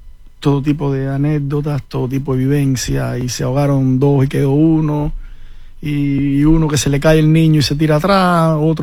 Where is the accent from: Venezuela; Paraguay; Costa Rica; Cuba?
Cuba; born or raised there; moved away